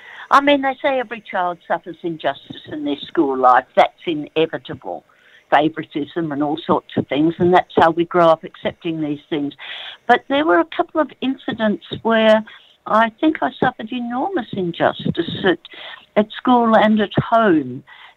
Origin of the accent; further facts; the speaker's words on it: Perth, Western Australia, Australia; I was born in Western Australia, which is, of course, Perth, and that was all sandy and sand hills. And the time I was born, I think Perth only had maybe 100,000 people. So, you know, it was lightly populated, and there was lots of bush, and there were animals, and there were birds everywhere